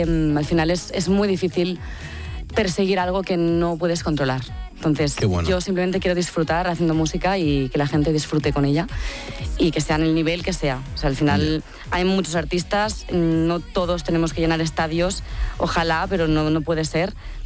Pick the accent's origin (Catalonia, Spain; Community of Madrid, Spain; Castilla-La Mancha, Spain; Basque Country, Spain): Catalonia, Spain; Tiana